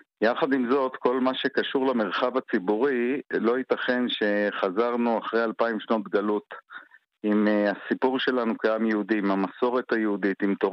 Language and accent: Hebrew; Hebron, West Bank, Palestine; בילדותי בחברון עוד. אחרי מלחמת ששת הימים.